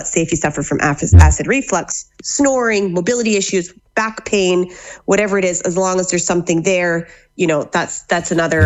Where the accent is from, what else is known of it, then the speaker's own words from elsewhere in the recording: Canada; moved away as an adult; now in Ballina, Ireland; I'm from Canada.